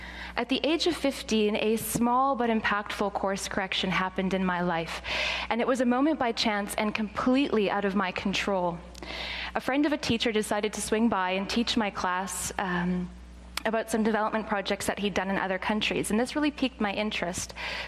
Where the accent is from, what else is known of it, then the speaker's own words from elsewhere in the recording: Canada; born there; moved away as an adult; now in Toronto, Canada; I grew up in a primarily Indigenous community